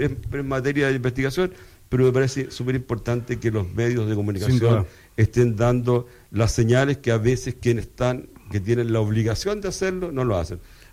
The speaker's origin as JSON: {"language": "Spanish", "country": "Chile", "said": "todos los chilenos somos socios de Codelco"}